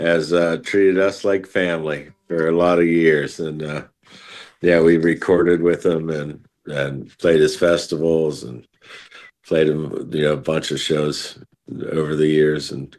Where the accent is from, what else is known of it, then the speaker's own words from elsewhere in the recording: Pittsburgh, Pennsylvania, United States; I still haven't, but Pittsburgh is